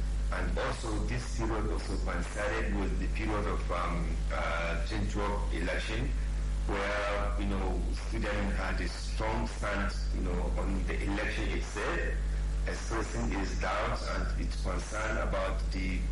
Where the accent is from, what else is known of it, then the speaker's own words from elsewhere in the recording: Kano, Nigeria; I was born and brought up in Kano